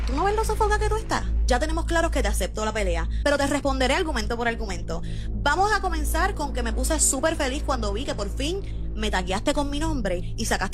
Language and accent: Spanish; Puerto Rico; Soy boricua, para ver de dónde soy yo.